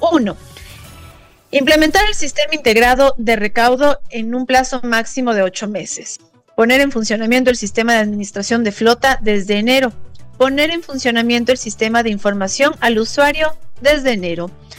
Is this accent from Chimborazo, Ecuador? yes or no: no; Quito, Pichincha, Ecuador